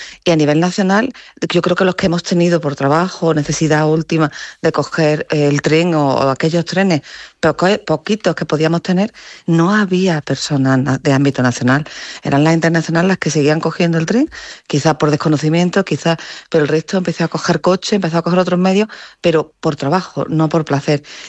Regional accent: Córdoba, Andalusia, Spain; los cordobeses

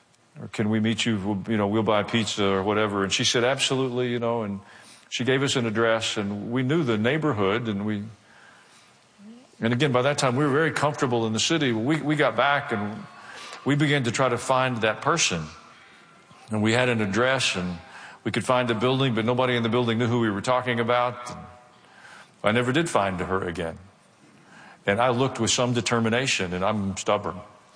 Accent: the South, United States; but I was raised in the South

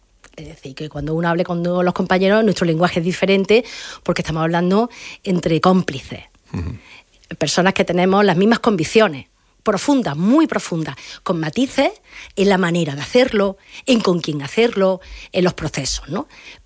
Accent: Córdoba, Andalusia, Spain; also born or lived in Calorrubio; yo soy de barrio, yo soy de la Fuensanta. Nacida en Calorrubio, pero mi vida, mi infancia, mi adolescencia, mi juventud, de la Fuensanta.

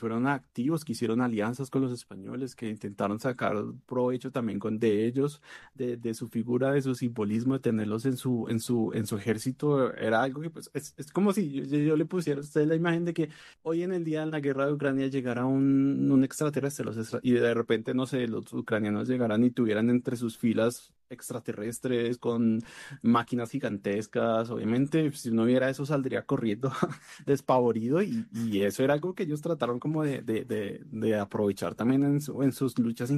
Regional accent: Bogotá, Colombia; O sea, yo pues soy bogotano y caminaba por las calles

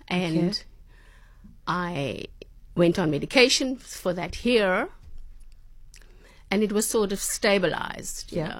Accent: Cape Town, Western Cape, South Africa; I'm from Cape Town, born and bred.

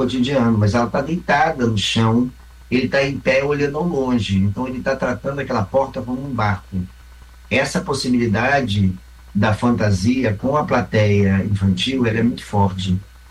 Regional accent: Rio de Janeiro, Brazil; Mas desde que eu me lembro da primeira série do Fundamental, que eu sou do Rio de Janeiro. Então, eu sou um carioca.

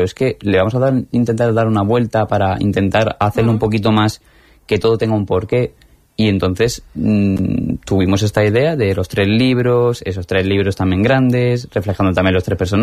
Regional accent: Córdoba, Andalusia, Spain; born there; moved away

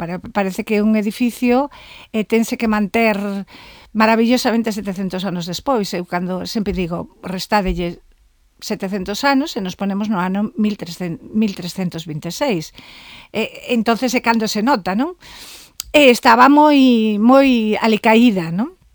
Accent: A Coruña, Galicia, Spain; Sí, por vicio, porque son coruñesa

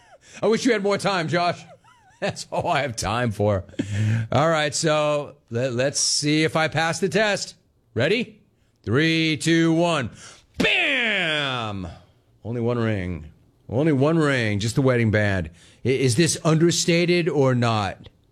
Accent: California, United States; But I grew up in California.

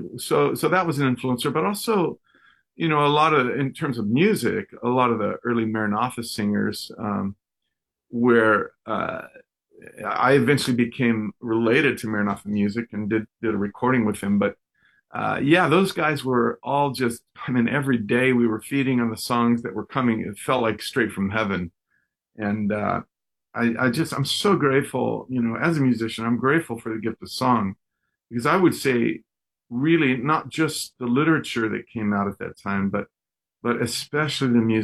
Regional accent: Texas, United States; born there; moved away; also born or lived in Hawaii; I was born in Texas.

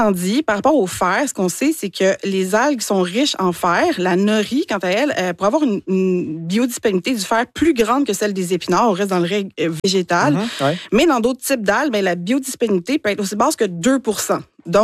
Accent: Quebec, Canada; moi, je suis gaspésienne

